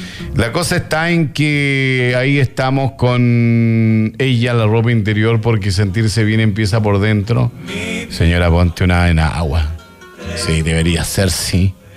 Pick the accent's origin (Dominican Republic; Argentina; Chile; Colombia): Chile; somos todos chilenos